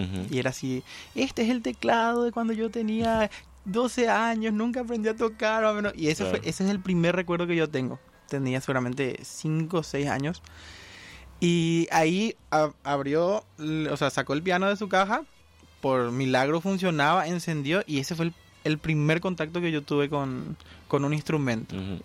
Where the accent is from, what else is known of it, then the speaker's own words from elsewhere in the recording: Luque, Central, Paraguay; Yo soy oriundo de la ciudad de Luque, de la República de Luque.